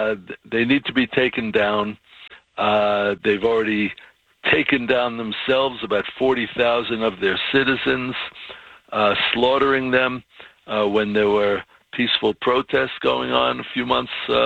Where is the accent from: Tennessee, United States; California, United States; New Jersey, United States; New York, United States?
New York, United States; New York City; I grew up in Brooklyn, Billy. And, you know, the outer boroughs of New York City.